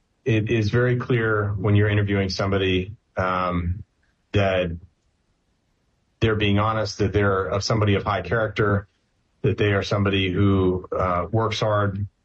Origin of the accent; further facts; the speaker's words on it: Virginia, United States; I'm only child from Northern Virginia